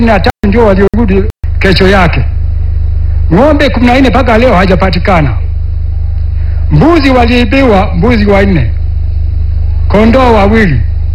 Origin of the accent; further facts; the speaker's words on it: Minyenga, Tanzania; Natoka kijiji cha Minyenga. Kata Kiungu.